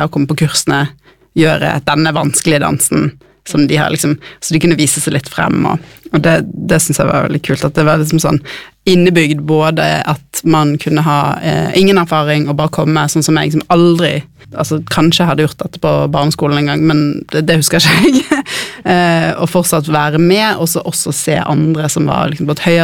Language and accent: Norwegian; Bergen, Vestland, Norway; accent: Bergen dialect; now in Oslo, Norway; Dere hører jo på dialekten min, jeg er fra Bergen.